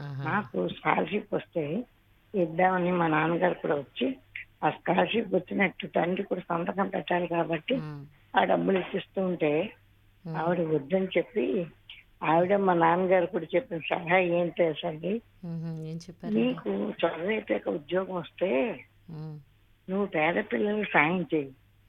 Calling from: Visakhapatnam, Andhra Pradesh, India; నేను విశాఖపట్నం నుంచి చేస్తున్నాను.

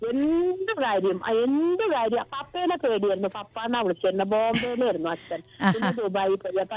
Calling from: Cherpulassery, Kerala, India; ചെർപ്പളശ്ശേരി എന്നുള്ള സ്ഥലത്തുനിന്ന

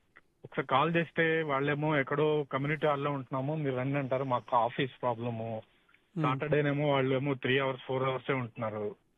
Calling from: Hyderabad, Telangana, India; నేను హైదరాబాద్ మదీనాగూడ నుంచి మాట్లాడుతున్నాను

